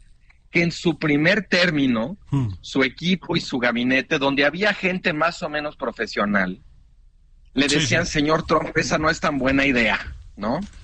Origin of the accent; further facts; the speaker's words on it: Mexico; Cuando dice con nosotros fue muy respetuoso, ese nosotros no somos los mexicanos.